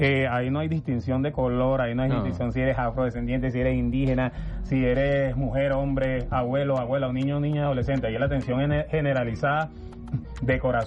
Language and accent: Spanish; Venezuela; de eso que somos nosotros, los venezolanos